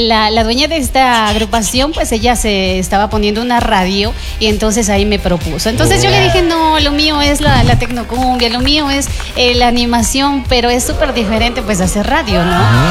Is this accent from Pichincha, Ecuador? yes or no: no; Cuenca, Azuay, Ecuador; yo soy de Totora Cocha, el caramba, mejor barrio téngase. De la ciudad de Cuenca.